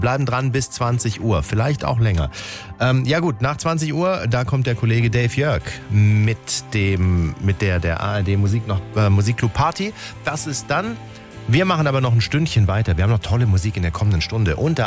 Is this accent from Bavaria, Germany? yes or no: no; Baden-Württemberg, Germany; Sie ist aus Brandenburg, ich komme aus Baden-Württemberg.